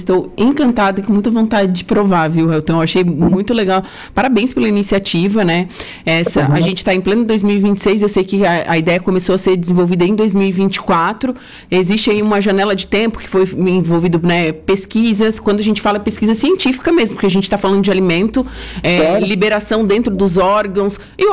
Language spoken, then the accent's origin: Portuguese; Rio Grande do Sul, Brazil; now in Santa Catarina, Brazil; No Rio Grande do Sul, que eu sou gaúcha, a gente chama de maçambique.